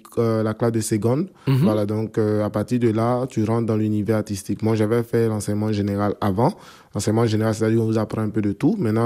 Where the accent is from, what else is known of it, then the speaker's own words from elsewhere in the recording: Côte d’Ivoire; artiste contemporain ivoirien.